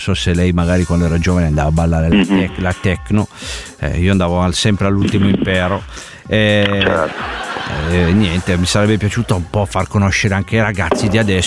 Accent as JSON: {"language": "Italian", "town": "Turin", "region": "Piedmont", "country": "Italy", "said": "Io sono di Torino."}